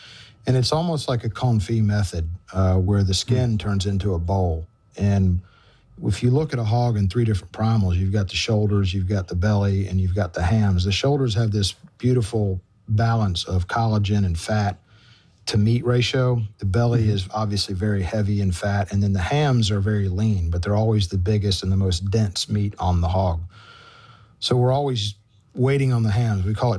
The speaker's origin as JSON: {"language": "English", "town": "Memphis", "region": "Tennessee", "country": "United States", "tie": "born there", "said": "I was born in Memphis. Our family farm, both sides of my family are from Corinth, Mississippi."}